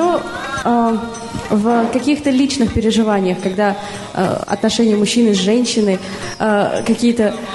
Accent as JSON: {"language": "Russian", "region": "Bashkortostan", "country": "Russia", "said": "я из Башкирии."}